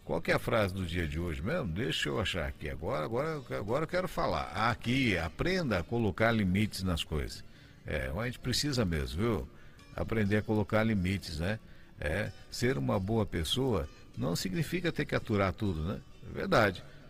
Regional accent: Jacarezinho, Paraná, Brazil; minha cidade natal é Jacarezinho.

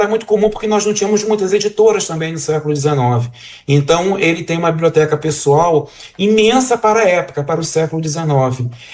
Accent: Rio de Janeiro, Brazil; moved away as an adult; also born or lived in Jerusalem; now in Minas Gerais, Brazil; eu sou carioca de Campo Grande, da Zona Oeste do Rio

